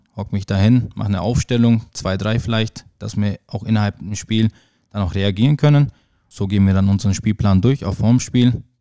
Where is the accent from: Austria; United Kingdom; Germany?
Germany; Kirchdorf, Bavaria; Ja, ich bin, so wie du gesagt hast, gebürtiger Kirchdorfer. Das heißt, meine Familie, meine Freunde, mein Sportverein ist hier in Kirchdorf. Alles, was ich habe, ist in Kirchdorf eigentlich.